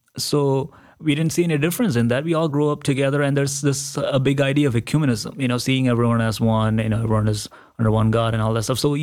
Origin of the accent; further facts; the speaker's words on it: Kerala, India; growing up in India, growing up in Kerala, always brings a smile to my face when I think about it